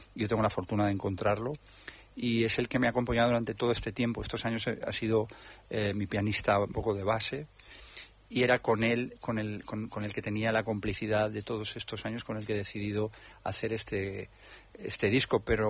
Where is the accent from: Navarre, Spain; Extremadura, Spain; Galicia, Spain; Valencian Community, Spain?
Valencian Community, Spain; also born or lived in Madrid; yo vivía en Madrid. No es que haya dejado de vivir, pero como valenciano, a mí la terreta me tira mucho. Y el clima y la playa y el sol. Yo soy afortunado de los que viven enfrente del mar todo el año.